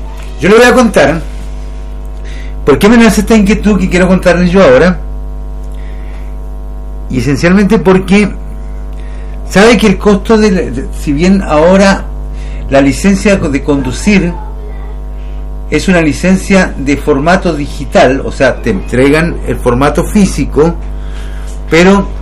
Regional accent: Chile; soy chileno

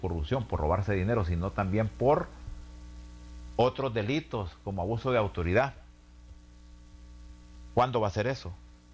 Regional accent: Honduras; Ahora le voy a decir lo que digo yo, como hondureño.

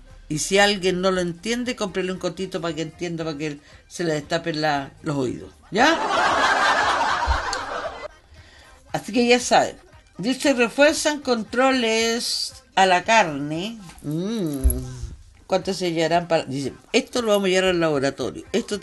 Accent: Chile

